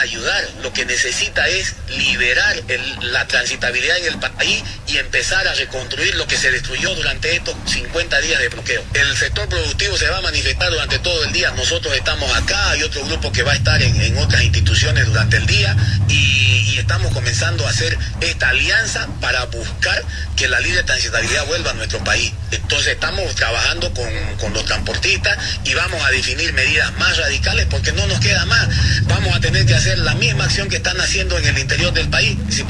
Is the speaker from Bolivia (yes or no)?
yes; Bolivia; now in Santa Cruz, Bolivia; ¿Qué vamos a hacer como bolivianos?